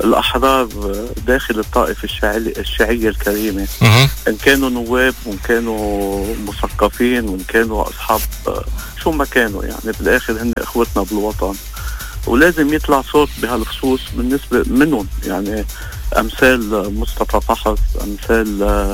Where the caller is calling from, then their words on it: Lebanon; انا لبناني وفخور بحظيتي،